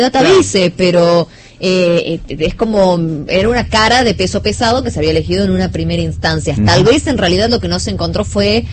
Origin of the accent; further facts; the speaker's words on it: Tucumán, Argentina; orgullosos como tucumanos